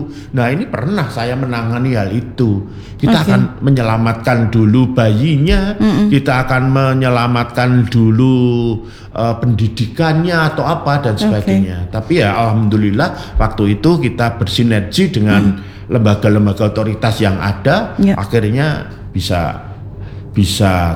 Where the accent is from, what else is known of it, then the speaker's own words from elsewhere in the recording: Surakarta, Central Java, Indonesia; Kalau kami warga Kemlayan